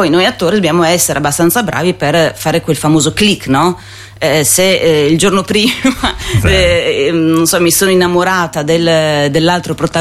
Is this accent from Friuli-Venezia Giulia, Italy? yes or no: yes; Trieste, Friuli-Venezia Giulia, Italy; io sono triestina, sono orgogliosa anche di essere triestina, cioè se voglio qua a Trieste parlo così.